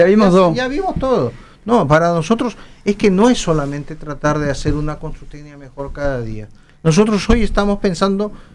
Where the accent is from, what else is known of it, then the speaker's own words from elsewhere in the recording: Peru; Todavía sigo siendo un peruano para muchos.